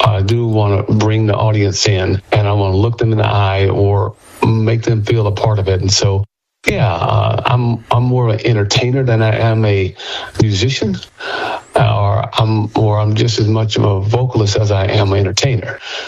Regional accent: New York, United States; born there; moved away as an adult; also born or lived in Texas; now in Northern New Mexico, United States; dad had an opportunity to either go to San Antonio, Texas, or upstate New York, where there was some work opportunities, and he chose to go up there. And then after that, I moved back to Texas after college

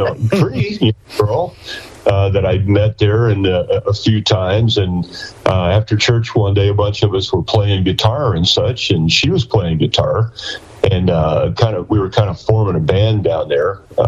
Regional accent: Beardstown, Illinois, United States; Well, we were both originally born and raised in Illinois. It turns out we're only about a half hour apart along the Illinois River. I was born in a town called Beardstown

